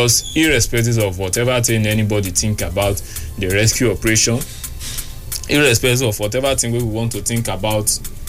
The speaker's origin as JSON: {"language": "English", "country": "Botswana", "said": "I come from Botswana."}